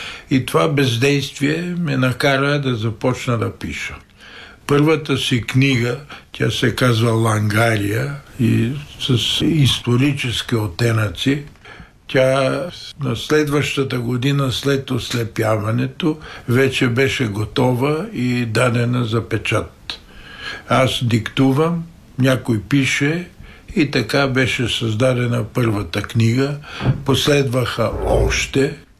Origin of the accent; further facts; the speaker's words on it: Sofia, Sofia City, Bulgaria; born there; also born or lived in Vidin; Детството си започнах в Видин, но след това се преместихме в София.